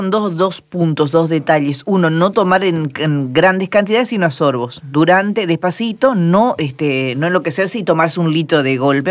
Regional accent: Corrientes, Argentina; Así somos los correntinos

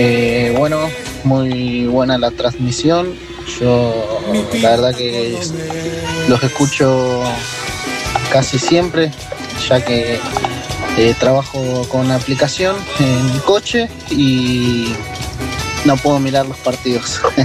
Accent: Lomas de Zamora, Buenos Aires Province, Argentina; soy de Lomas Zamora.

